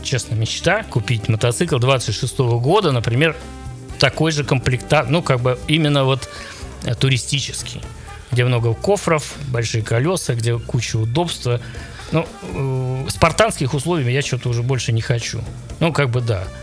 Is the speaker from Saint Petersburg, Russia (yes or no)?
yes; Saint Petersburg, Russia; Слушай, во-первых, я ленинградец, да. Я очень люблю наш город.